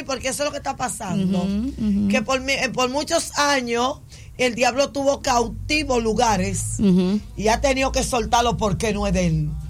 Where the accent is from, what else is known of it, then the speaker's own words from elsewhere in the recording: La Romana, Dominican Republic; mi pueblo hermoso, la Romana